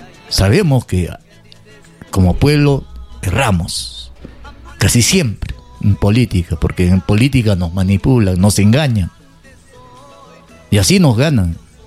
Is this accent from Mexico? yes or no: no; Arequipa, Peru; born there; la desgracia que pasamos como peruanos, como arequipeños.